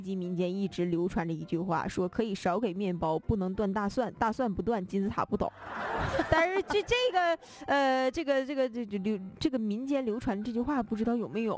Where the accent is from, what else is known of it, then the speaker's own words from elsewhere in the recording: Northeast China, China; 比如说像咱们东北人非常喜欢手拉手唠嗑，老妹儿啊